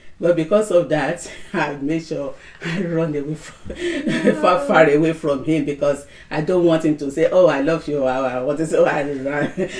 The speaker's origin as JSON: {"language": "English", "country": "Nigeria", "moved": "yes", "said": "I'm from Nigeria. I'm from a Yoruba tribe."}